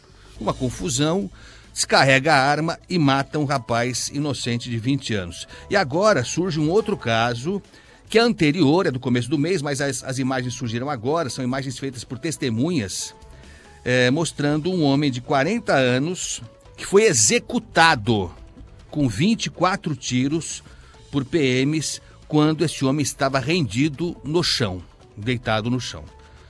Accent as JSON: {"language": "Portuguese", "region": "São Paulo", "country": "Brazil", "said": "eu estou falando aqui como paulistano"}